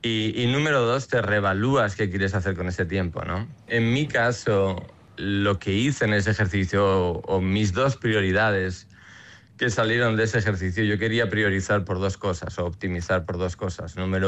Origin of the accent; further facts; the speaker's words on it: Vitoria-Gasteiz, Basque Country, Spain; Yo, o sea, nací y crecí en Vitoria, pero dejé el instituto después de tercero de BUP y nunca hice el COU de entonces.